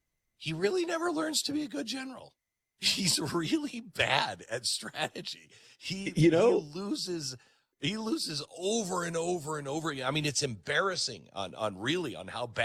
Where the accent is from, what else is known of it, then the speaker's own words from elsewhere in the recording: United States; I'm such an American that I never thought of George Washington having